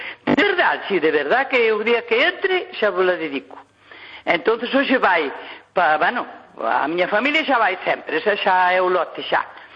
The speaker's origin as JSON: {"language": "Galician", "town": "Teo", "region": "Galicia", "country": "Spain", "lives_now": "Santiago de Compostela, Spain", "said": "E eu, como era da lá de Teio, pois ainda me tira algo para lá, a pesar de que levo 50 e moitos anos en Santiago"}